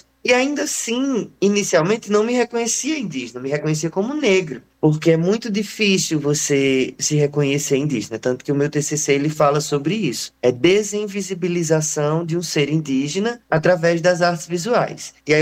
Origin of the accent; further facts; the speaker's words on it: Juazeiro do Norte, Ceará, Brazil; now in Crato, Brazil; … sou do Juazeiro do Norte, mas agora eu resido aqui na cidade do Crato, tudo na região do Cariri, e eu sou um artista indígena das etnias Cariris e Paiacus. A minha descendência vem da parte do meu pai, que é de Fortaleza, vem da região de Morada Nova.